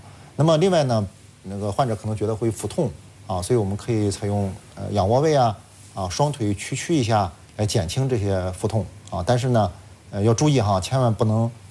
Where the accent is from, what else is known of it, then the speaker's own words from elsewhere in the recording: China; 我们中国人